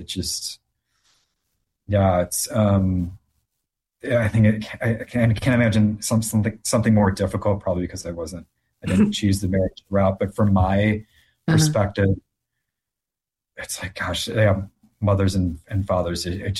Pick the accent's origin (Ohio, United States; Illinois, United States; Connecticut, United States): Illinois, United States; Naperville; But then that was the only real Christian preschool in my hometown of Naperville, at least walking distance, I guess. And then K-12 was public school.